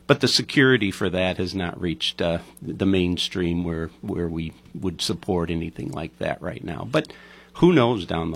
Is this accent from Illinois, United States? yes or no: yes; Ottawa, Illinois, United States; I was born and raised here in Ottawa, lifelong member of LaSalle County, and just grew up down the street here.